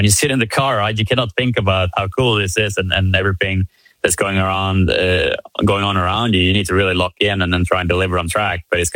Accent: Sweden; moved away as an adult; now in United States; not being American, you know, being a Swedish driver, but having lived now 8 years in America

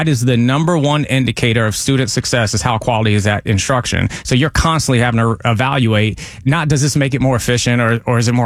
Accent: Pinellas County, Florida, United States; born and raised in Pinellas County

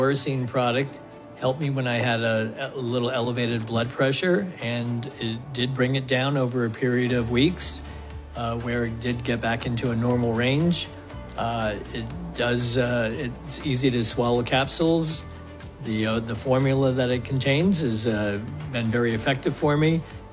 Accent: Pennsylvania, United States; I'm from Pennsylvania, and I'm 66 years old.

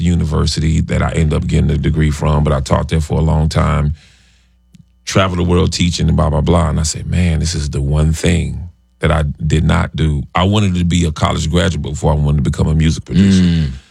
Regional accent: North Carolina, United States; I'm from North Carolina.

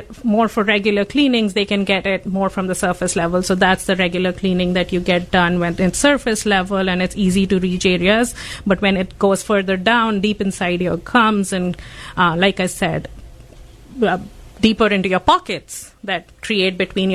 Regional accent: India; moved away as an adult; So I practice dentistry in India. So I grew up in India.

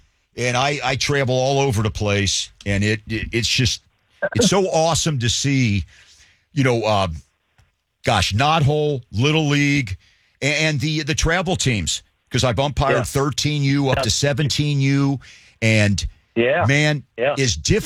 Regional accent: Cincinnati, Ohio, United States; I'm from the West Side. Yeah, and I'm from the West Side, Delhi Park, Delhi Middle School

